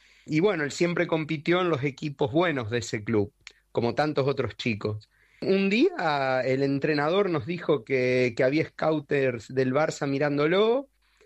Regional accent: Argentina; now in Spain; de que nosotros como familia somos una familia argentina viviendo en España, y eso es así

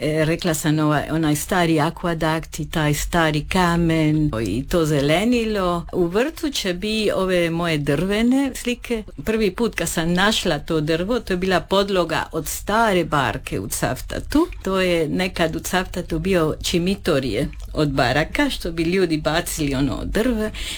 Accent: Peru; moved away as an adult; also born or lived in London, United Kingdom; now in Mlini, Croatia; Zato što sam živjela u više država, odrasla sam u Peru, poslije sam pošla na studije u London i u Engleskoj. I sad sam ovdje i jako sam sretna što sam ovdje i da živim u tako divno mjesto što je Župa Dubrovačka, Mlini osobito.

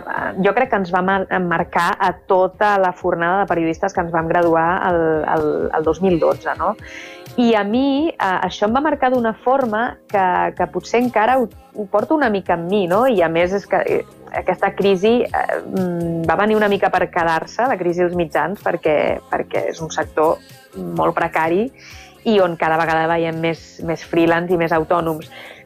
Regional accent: Barcelona, Catalonia, Spain; now in Andorra; A fora. Sempre he estudiat a fora d'Andorra. Sí, a Barcelona, primer, bueno, la primària, l'ESO, el batxillerat, i després també periodisme a Barcelona. A Andorra vaig venir-hi a viure més endavant

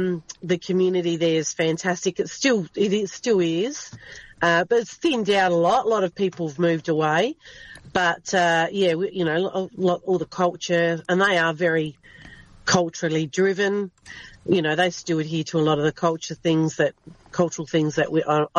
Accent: Port Pirie, South Australia, Australia; now in Adelaide, Australia; Yeah, I'm from Port Pirie. I moved to Adelaide about 30 years ago.

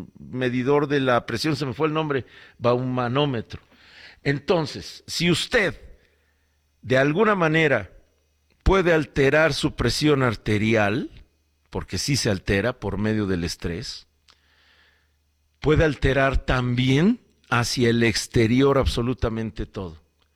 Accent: Mexico; la humanidad más cercana que tengo, que somos los mexicanos

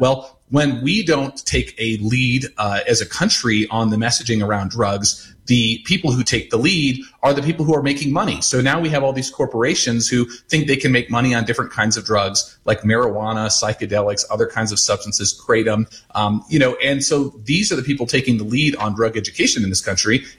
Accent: Colorado, United States; I'm from Colorado

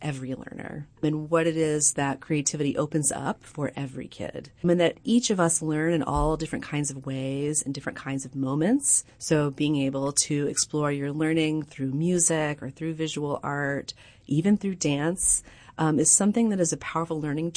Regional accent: Nashville, Tennessee, United States; also born or lived in Austin; now in Albuquerque, United States; I grew up in Nashville

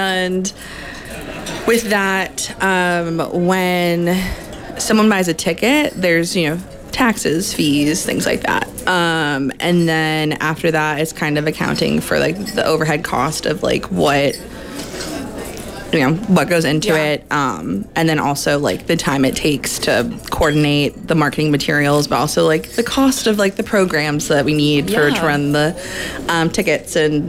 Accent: Chicago, Illinois, United States; accent: Chicago

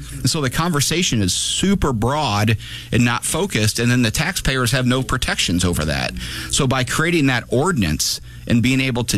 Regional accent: Divernon, Illinois, United States; born or raised there

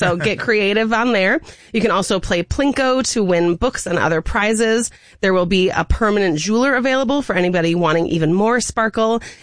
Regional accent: Wisconsin, United States; I'm from Wisconsin.

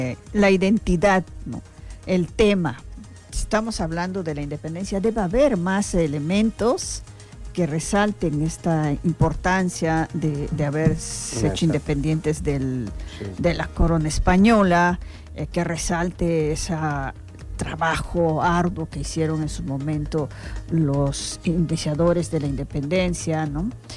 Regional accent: Mexico; tenemos nosotros como mexicanos viendo desfiles

